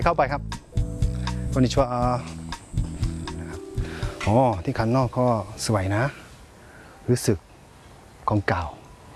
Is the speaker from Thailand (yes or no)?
yes; Thailand; Japanese is a second language; タイから来ました